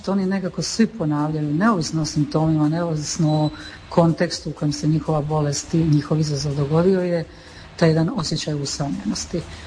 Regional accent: Split, Split-Dalmatia County, Croatia; evo iz Splita sam pa je to lokacija gdje mi šetamo i penjemo se kad imamo snage

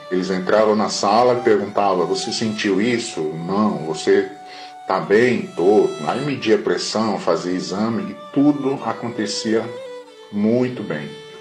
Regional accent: São Paulo, Brazil; eu sou de São Paulo.

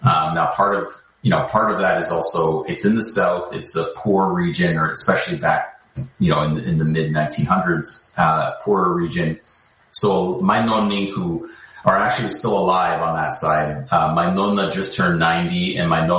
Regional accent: Toronto, Ontario, Canada; also born or lived in Montreal, Canada; I was born in Montreal, but I grew up in Toronto.

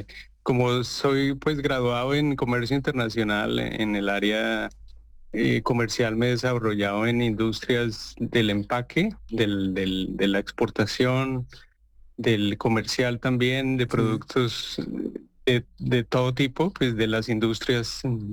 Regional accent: Colombia; esa vez es muy distinta a la nuestra o a la con la que yo crecí en Colombia, ¿no?

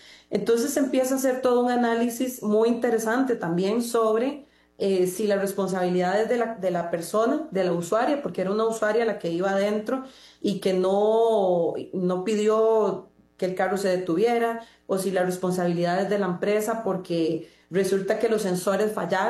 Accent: Costa Rica; qué puedo hacer yo hoy como costarricense

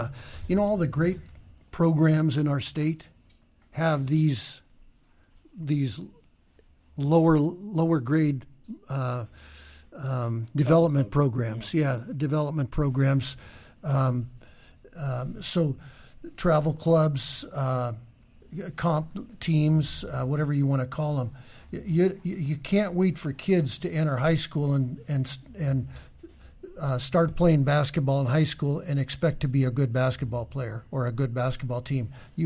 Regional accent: Kotzebue, Alaska, United States; born or raised there

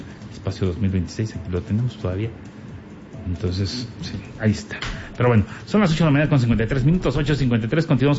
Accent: Mexico; si ganó y está bien, festejamos como mexicanos

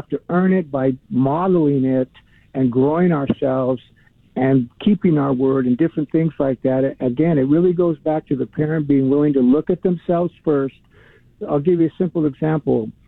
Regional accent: Los Angeles, California, United States; And I grew up in Northeast L.A., which is, there's known for violence and gangs and drugs and things like that.

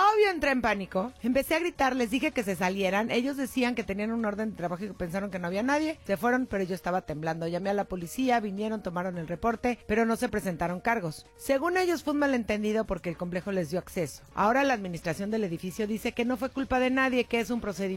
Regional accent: Mexico City, Mexico; Pero es que yo sí crecí en la Ciudad de México, muchachos, como les explico.

